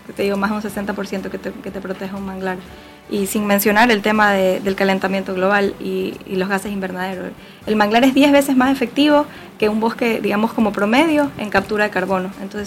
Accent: Guayaquil, Guayas, Ecuador; es parte de nuestra ciudad y debería ser parte de nuestra identidad como guayaquileños

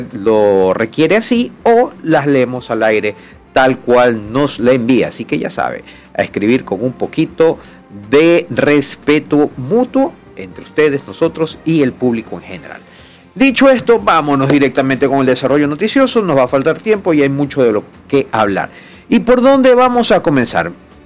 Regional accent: Ecuador

